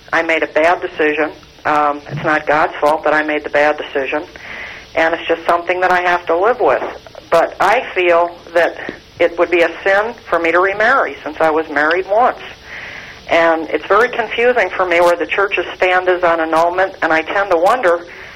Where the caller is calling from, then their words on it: Minnesota, United States; I'm from Minnesota.